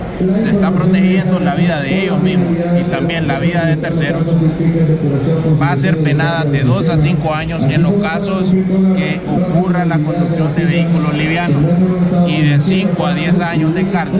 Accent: Honduras; Como hondureños, nosotros tenemos que poner de nuestra parte.

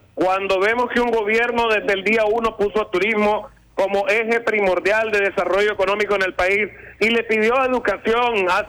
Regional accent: Honduras; los buenos hondureños somos más, los hondureños que queremos que Honduras salga adelante somos más, y esos son los que nos quedamos en Honduras.

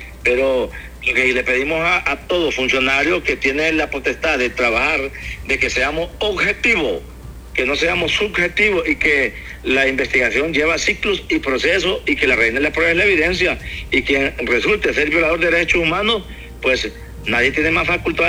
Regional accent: Honduras; Todos los policías que formamos parte de esta institución policial somos personas hondureñas, somos de tierra adentro, somos de ciudad y todo.

